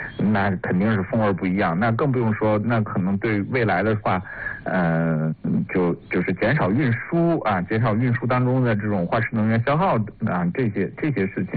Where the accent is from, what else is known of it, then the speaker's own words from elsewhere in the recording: China; 特别适合我们中国人那口味的